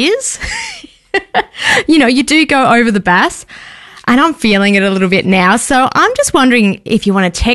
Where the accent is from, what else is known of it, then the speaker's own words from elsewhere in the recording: Hobart, Tasmania, Australia; because those who don't know, I'm from Hobart. I came over to Melbourne today.